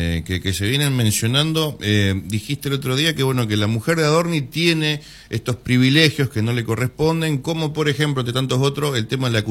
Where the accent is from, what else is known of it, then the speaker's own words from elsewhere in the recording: Argentina; ¿Qué nos sale a los argentinos?